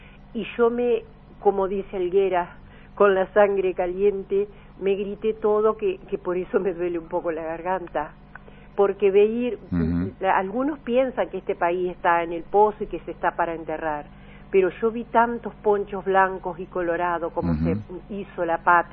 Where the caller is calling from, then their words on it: Uruguay; Como uruguaya